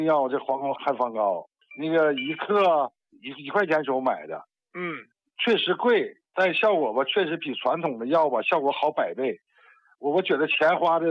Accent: Dalian, Liaoning, China; 我家是辽宁大连的。

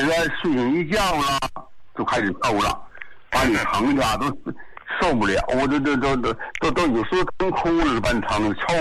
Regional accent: Qinhuangdao, Hebei, China; 我是那个秦皇岛的。我是海港区的啊。

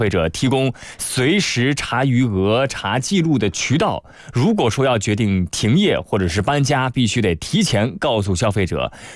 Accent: Guangdong, China

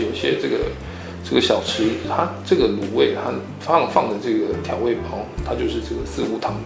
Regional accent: New Taipei, Taiwan; now in Nanjing, China; 那我在这南京呢，已经工作有大约12年的时间了。

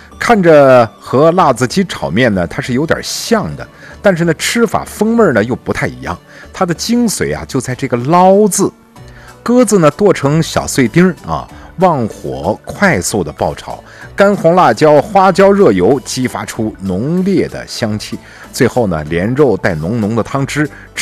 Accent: Xinjiang, China; 咱们新疆人

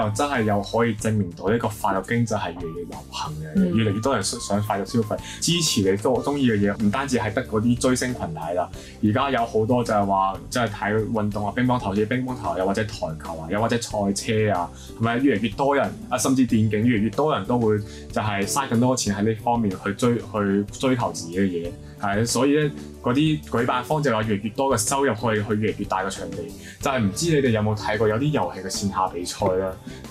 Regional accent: Macau; 因為我是澳門人啦，澳門有一個碼頭是外國碼頭嘅

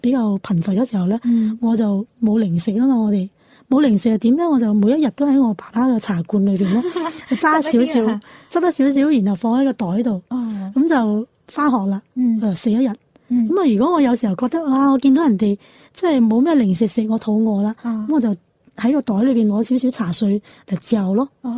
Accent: Guangdong, China; 我哋廣東人咧即係資深嗰啲茶人咧

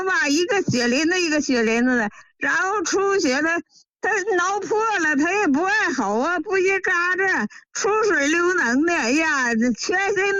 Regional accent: Shenyang, Liaoning, China; 嗯，我今年76岁了。

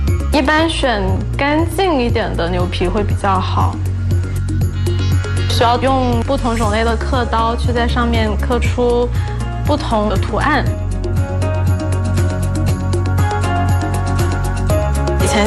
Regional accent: Zhuhai, Guangdong, China; 我从小在珠海长大，是一个内心十分浪漫自由的设计师。

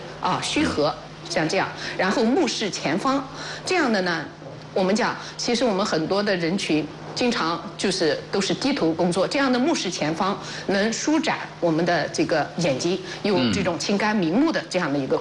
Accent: China; 我们讲其实我们中国人是比较喜欢这种粥的，

